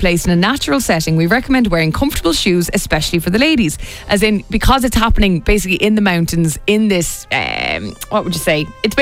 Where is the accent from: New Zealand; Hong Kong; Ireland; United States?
Ireland; us as Irish people